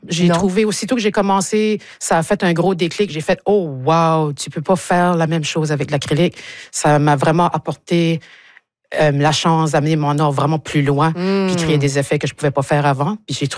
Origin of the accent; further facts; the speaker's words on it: Shippagan, New Brunswick, Canada; moved away as an adult; now in Moncton, Canada; Moi, je suis originaire de Chipagan.